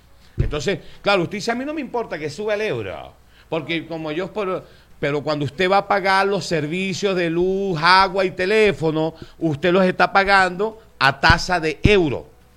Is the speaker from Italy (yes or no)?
no; Venezuela